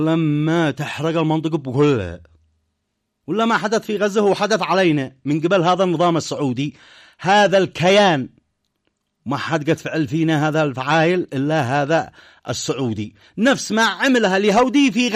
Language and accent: Arabic; Yemen; على بلادنا اليمن